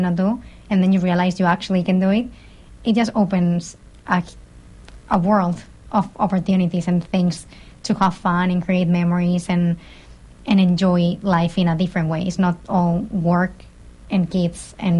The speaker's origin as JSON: {"language": "English", "town": "Madrid", "region": "Community of Madrid", "country": "Spain", "tie": "born or raised there", "moved": "yes", "lives_now": "United States", "said": "where I grew up in Madrid, so in the city."}